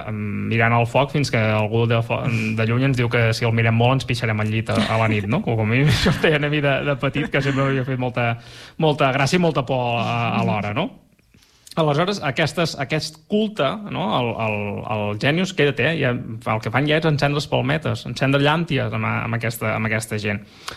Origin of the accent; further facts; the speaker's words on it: Munich, Bavaria, Germany; jo sóc aquí de Múnich de tota la vida.